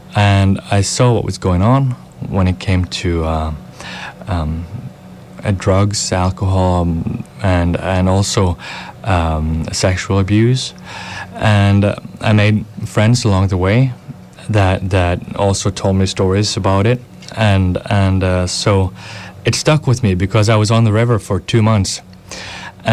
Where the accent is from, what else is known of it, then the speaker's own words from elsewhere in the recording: Kristiansand, Agder, Norway; So I'm from the south of Norway. I grew up in Kristiansand, which is, it's the southernmost city in Norway.